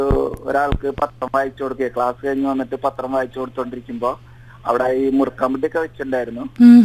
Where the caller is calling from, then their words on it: Thrissur, Kerala, India; ശങ്കരകണ്ഠമ്പലം.